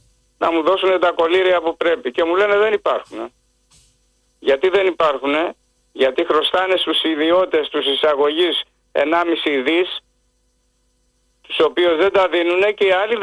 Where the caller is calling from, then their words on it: Nikaia, Attica, Greece; από τη Νίκαια